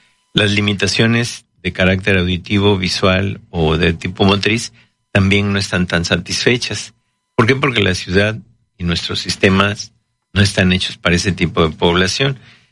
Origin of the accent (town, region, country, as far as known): Mexico